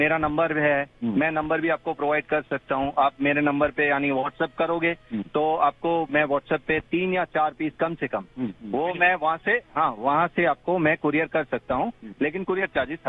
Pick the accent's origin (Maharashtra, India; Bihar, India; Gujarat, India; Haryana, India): Gujarat, India; Ahmedabad; मैं अहमदाबाद से गुजरात से हूँ